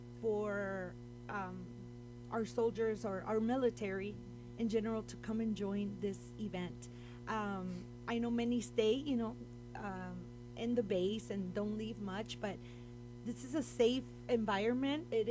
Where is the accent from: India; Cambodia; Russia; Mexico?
Mexico; Ciudad Juárez, Chihuahua; now in El Paso, United States; I grew up in Juarez. I was born here. So I got to live both worlds